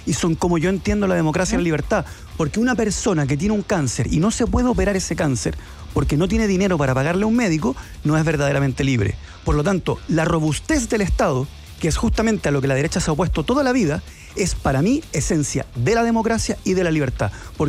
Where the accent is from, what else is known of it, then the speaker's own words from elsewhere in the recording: Chile; born there; Cuando yo nací, en Chile la gente no tenía derecho a votar al presidente